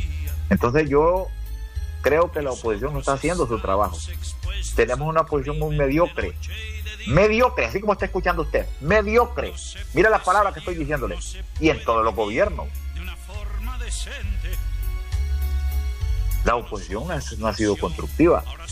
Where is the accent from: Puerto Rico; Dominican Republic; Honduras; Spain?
Honduras